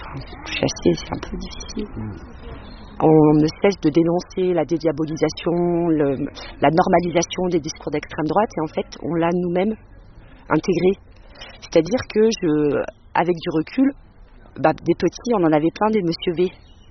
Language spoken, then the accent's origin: French; Espaly-Saint-Marcel, Auvergne-Rhône-Alpes, France; now in Le Puy-en-Velay, France; J'ai grandi à Espalier-Saint-Marcel. J'habite maintenant le Puy.